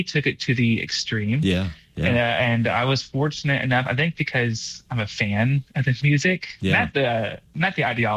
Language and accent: English; Austin, Texas, United States; So I grew up around Austin. So music has always been part of my life.